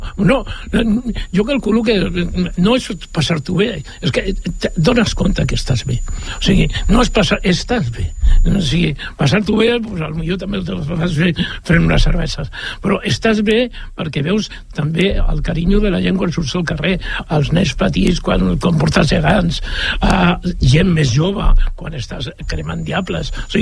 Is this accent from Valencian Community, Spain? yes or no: no; Catalonia, Spain; now in Sant Boi de Llobregat, Spain; sóc català